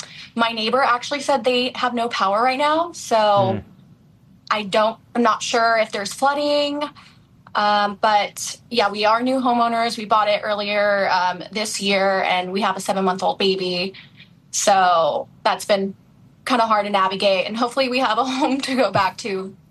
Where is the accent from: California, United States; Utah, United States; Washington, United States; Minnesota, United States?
California, United States; now in Florida, United States; we are from California and we are New Floridian